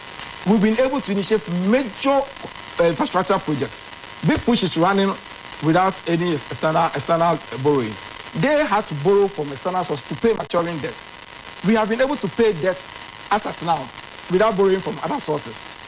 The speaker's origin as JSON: {"language": "English", "region": "Upper East", "country": "Ghana", "said": "I come from the Upper East."}